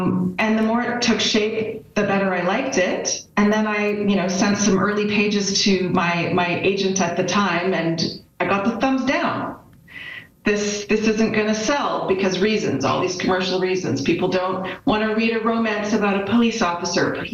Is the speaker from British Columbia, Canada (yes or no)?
no; Calgary, Alberta, Canada; born or raised there